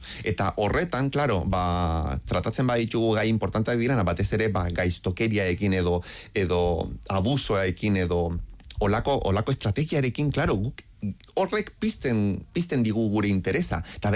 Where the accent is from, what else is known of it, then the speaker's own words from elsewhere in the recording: Chile; Ni txiletarra naiz, bai